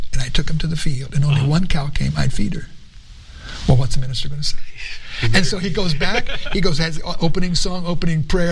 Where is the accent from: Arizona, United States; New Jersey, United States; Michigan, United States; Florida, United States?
Florida, United States; because I'm from Florida.